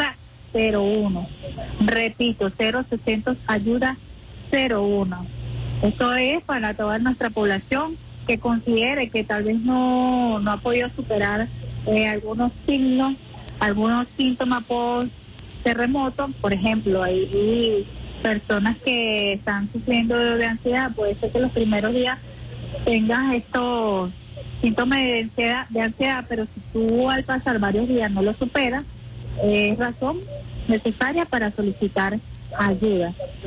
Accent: Venezuela; como nosotros somos los venezolanos

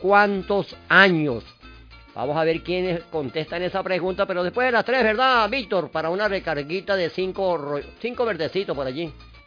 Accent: Mérida, Venezuela; Yo siempre digo que yo creo que conozco más a Carúpano, mi amigo Víctor, que Mérida, que es mi tierra merideña.

